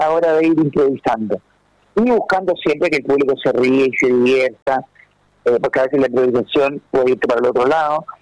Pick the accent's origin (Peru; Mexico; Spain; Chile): Chile; yo como chileno